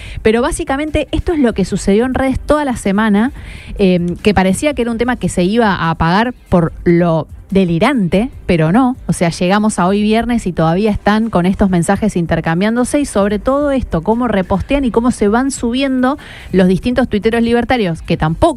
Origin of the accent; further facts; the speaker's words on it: Argentina; Nosotros acá como argentinos estamos soportando esto